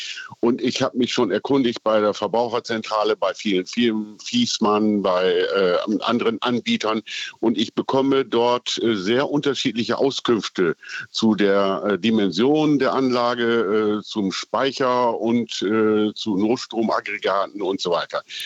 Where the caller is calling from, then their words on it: Berlin, Germany; Berlin. Als Berliner